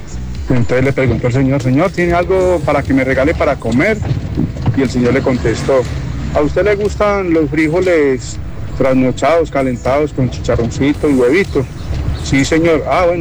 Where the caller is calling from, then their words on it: Cartago, Valle del Cauca, Colombia; Bésame desde Cartago.